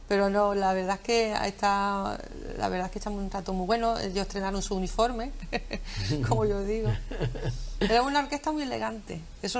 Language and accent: Spanish; San Fernando, Andalusia, Spain; No, no, somos de San Fernando.